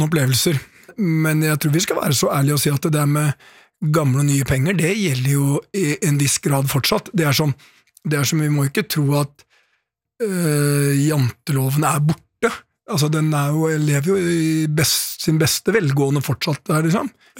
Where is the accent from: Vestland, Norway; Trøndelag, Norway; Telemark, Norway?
Telemark, Norway; Porsgrunn; vi er fra Porsken begge